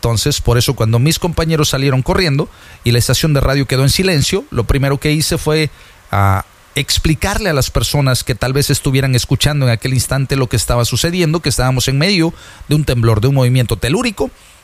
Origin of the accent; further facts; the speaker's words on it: Mexico; moved away; al haber vivido temblores muy fuertes en mi país, en México